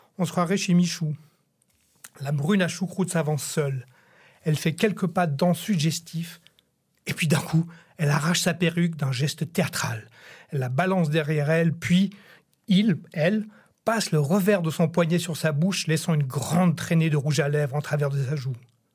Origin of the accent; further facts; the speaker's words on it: Geneva, Switzerland; Chez moi, en Suisse, est créé le comité pour le boycott des courts ménagers obligatoires pour jeunes filles. Ce mouvement est médiatisé comme grève des casseroles. Moi, à Genève, je venais d'avoir 15 ans.